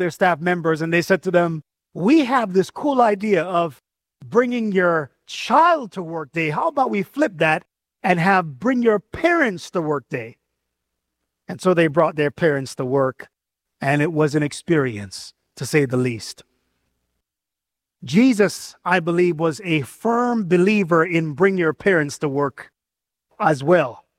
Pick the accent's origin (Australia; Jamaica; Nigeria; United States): Jamaica; You know I'm Jamaican.